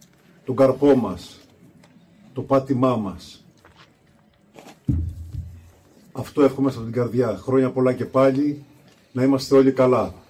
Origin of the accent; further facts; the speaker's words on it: Monemvasia, Peloponnese, Greece; Και εγώ είμαι από τη Μονεβασιά η καταγωγή μου. Εκεί γεννήθηκα και μεγάλωσα.